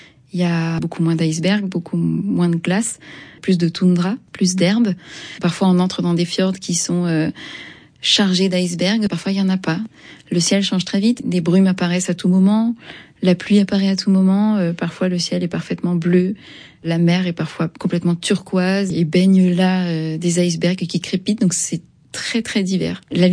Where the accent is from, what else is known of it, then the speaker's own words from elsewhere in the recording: France; Je suis française